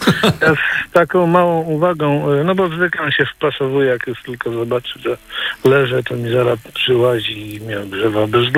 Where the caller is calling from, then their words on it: Gniezno, Greater Poland Voivodeship, Poland; ze spaceru z Gniezna dzwonię.